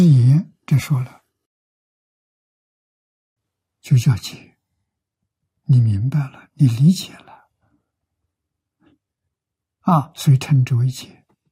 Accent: China; 我们中国人

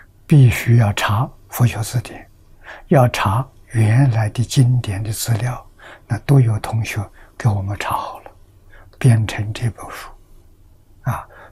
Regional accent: China

